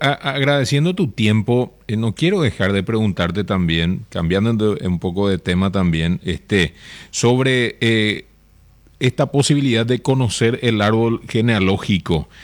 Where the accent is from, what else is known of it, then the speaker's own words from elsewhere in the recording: San Pedro, Paraguay; Y como yo soy del departamento de San Pedro